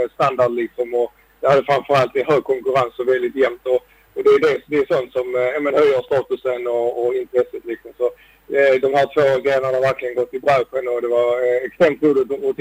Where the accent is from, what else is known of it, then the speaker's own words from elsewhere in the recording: Sweden; beachvolleybollen är ju nu som svensk, det är ju något som vi verkligen får värna om